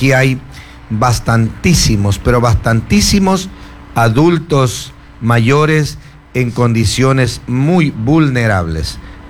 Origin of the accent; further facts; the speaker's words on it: La Avanzada parish, El Oro, Ecuador; born there; Yo cuando yo estudié en la escuela La Pereira, en la parroquia La Avanzada, en el campo, ahí no había luz, ahí era con mechero.